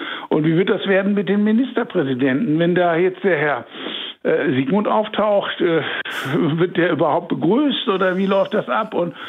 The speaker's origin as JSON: {"language": "German", "region": "West Germany", "country": "Germany", "tie": "born or raised there", "said": "Für mich ist das sehr wichtig, weil ich bin Bundesbürger, ich bin am Westen aufgewachsen, aber ich habe weitläufig Verwandte in der DDR gehabt und ich war sehr oft auch in der DDR."}